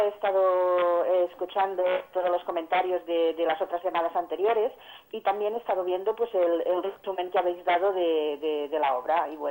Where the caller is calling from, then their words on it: Vilassar de Mar, Catalonia, Spain; Llamo desde Vilassar.